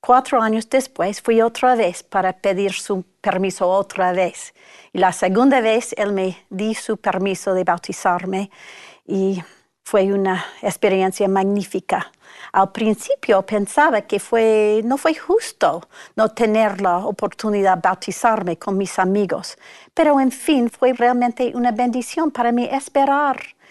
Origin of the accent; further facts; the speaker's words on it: Salt Lake City, Utah, United States; born there; Nací en los Estados Unidos, en Lago Salado, en el centro de la iglesia, pero mi padre también era presbiteriano y mi madre menos activa.